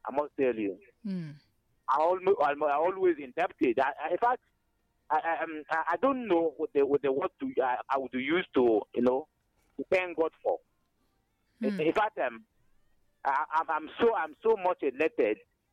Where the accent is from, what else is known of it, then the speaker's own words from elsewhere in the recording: Nkomoro, Ebonyi, Nigeria; as usual. I'm meeting you from my hometown here in Nkomoro, which is located in Inyaba, the women's center of Ebonyi State.